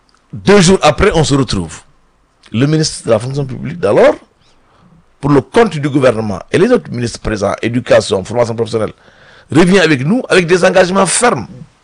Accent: Senegal; que en tant que sénégalais simplement qu'il puisse jouir d'un minimum mais de considération de la part de son état.

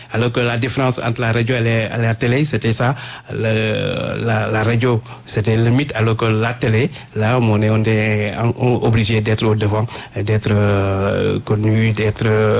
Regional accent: Pout, Thiès, Senegal; also born or lived in Dakar / Rufisque; c'est un Sénégalais, un citoyen sénégalais qui est né à Dakar, mais qui a grandi à Poutre. Ma ville d'origine, c'est Poutre. J'habite à Poutre dans la région de Thiès. C'est là-bas que j'ai fait mes études primaires.

